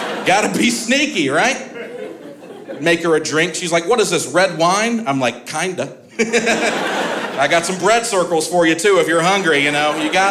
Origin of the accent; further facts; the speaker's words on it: Alabama, United States; That sounds like I was avoiding them. But I grew up in Alabama.